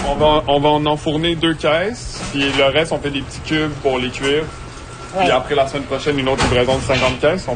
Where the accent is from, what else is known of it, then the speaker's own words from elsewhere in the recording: France; moved away; Je suis le petit-fils à MLA. On a immigré, nous, un peu après elle, en 2002. On est arrivé de France avec ma mère, donc sa fille.